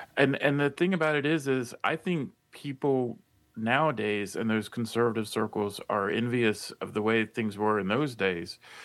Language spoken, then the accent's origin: English; the South, United States; moved away; I'm from the South, and when I was a kid, I heard that term all the time.